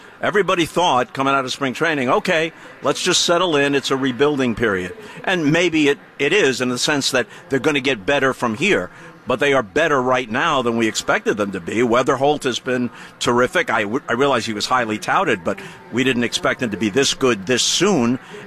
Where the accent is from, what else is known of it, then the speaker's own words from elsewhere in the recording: New York, United States; I grew up on Long Island. The Dodgers and Giants had left for the West Coast.